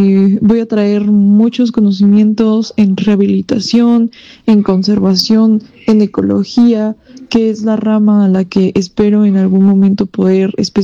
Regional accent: Tulancingo, Hidalgo, Mexico; me voy representando pues a mi ciudad principalmente, que es Tulancingo, a mi estado, que es Hidalgo, e inclusive me voy representando a México

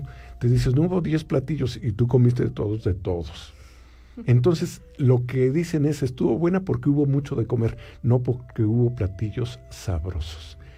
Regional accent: Alfajayucan, Hidalgo, Mexico; Yo crecí en un pueblo, en Ismiquilpan, en Alfajayucan

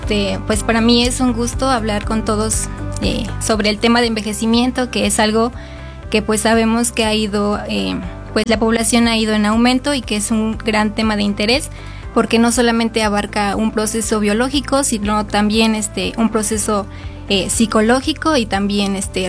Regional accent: Zimapán, Hidalgo, Mexico; yo soy originaria del municipio de Simapán, de la localidad de Lázaro Cárdenas Remedios.

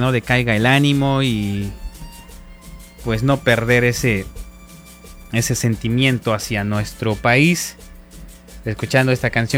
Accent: Oaxaca, Mexico; born there; now in Hidalgo, Mexico; Los que nacimos en Oaxaca como su servidor, pues en Oaxaca, pero al final de cuentas, pues todos seguimos siendo mexicanos

